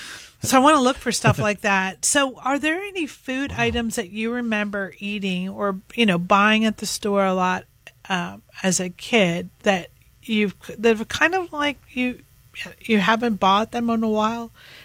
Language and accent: English; Northeast, United States; moved away; we're from the Northeast.